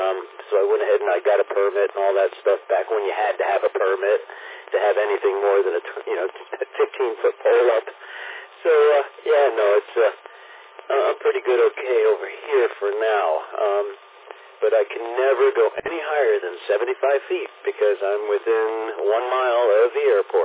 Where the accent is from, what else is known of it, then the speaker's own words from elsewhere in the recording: Lake Ronkonkoma, New York, United States; born there; also born or lived in St. Petersburg; now in Florida, United States; originally, I was born in Long Island, a little town called Lake Ronkonkoma. 65 years ago?